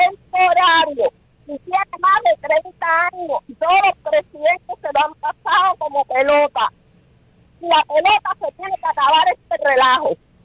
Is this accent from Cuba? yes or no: yes; Cuba; moved away; also born or lived in Venezuela; como los venezolanos que pusieron la mano en el corazón con los que fuimos de Cuba. el que hizo político, que el presidente Luis Herrera Campos nos dio la entrada en Venezuela en el año 80.